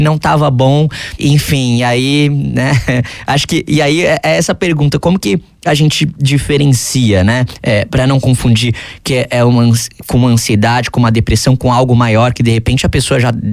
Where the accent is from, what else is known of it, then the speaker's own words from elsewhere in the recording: São Paulo, Brazil; E aí eu sou de São Paulo, em São Paulo aquela loucura, aquela correria